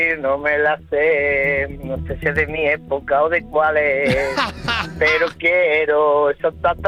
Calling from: Begíjar, Andalusia, Spain; Desde Bejíjar, Jaén

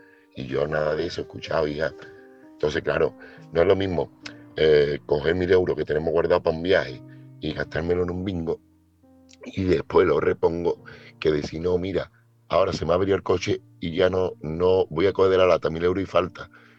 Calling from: Seville, Andalusia, Spain; corresponsal de Sevilla

